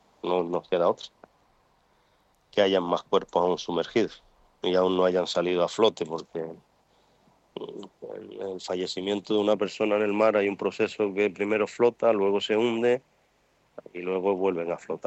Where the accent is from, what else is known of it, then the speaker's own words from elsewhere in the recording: Lanzarote, Canary Islands, Spain; moved away as an adult; now in Ceuta, Spain; Sí, nací en Gran Canaria y, vamos, me crié en Lanzarote.